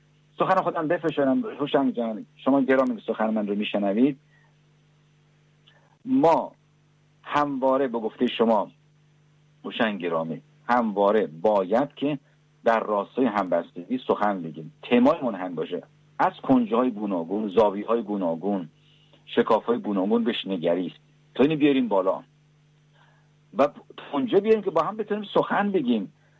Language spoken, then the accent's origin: Persian; Iran; چرا؟ برای که ما همون ایرانی هستیم، میخوایم ایرانمون آباد کنیم.